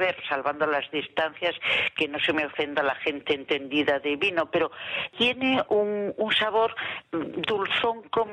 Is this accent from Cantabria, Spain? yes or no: no; Galicia, Spain; yo soy gallega, me recordó mucho a mi tierra